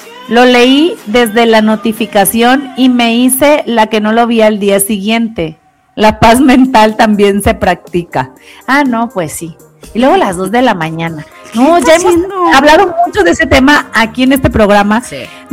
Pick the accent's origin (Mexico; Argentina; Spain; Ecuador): Mexico; para los que somos mexicanos y no somos colombianos países